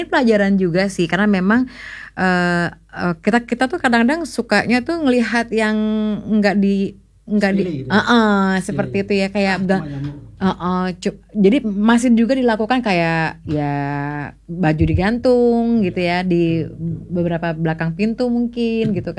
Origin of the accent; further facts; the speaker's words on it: Bali, Indonesia; kita orang Bali